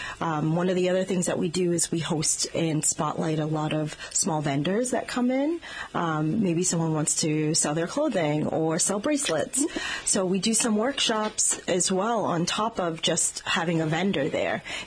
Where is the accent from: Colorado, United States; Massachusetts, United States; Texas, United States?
Massachusetts, United States; Boston; I'm originally from Boston, mm-hmm. so we're a walking city, right?